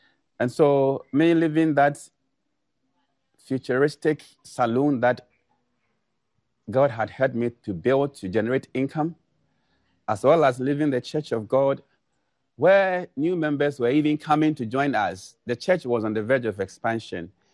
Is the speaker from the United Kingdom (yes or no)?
no; Ghana; moved away as an adult; also born or lived in South Africa; let's go back to Ghana. Because we wanted to come to Ghana, having made it, as we promised our family.